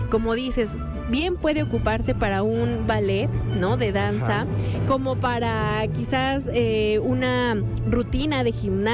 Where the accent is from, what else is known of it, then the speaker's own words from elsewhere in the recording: Mexico; canciones favoritas que me representan como mexicana